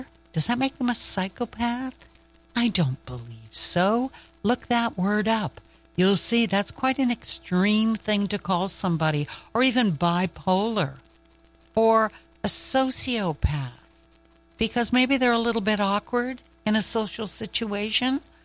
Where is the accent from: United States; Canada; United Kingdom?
Canada; the Maritimes; Even though I'm from the Maritimes